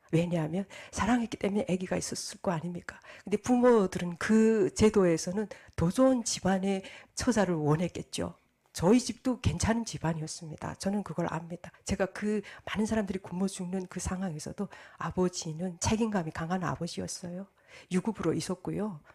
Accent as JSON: {"language": "Korean", "country": "North Korea", "also_born_or_lived": "China", "moved": "as an adult"}